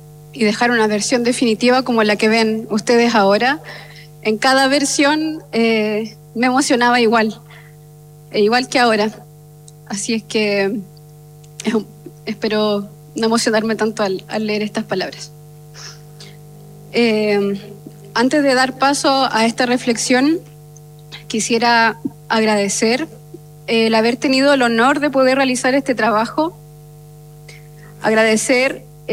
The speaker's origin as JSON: {"language": "Spanish", "town": "Talca", "region": "Maule", "country": "Chile", "tie": "born there", "said": "nací en Talca en 1993"}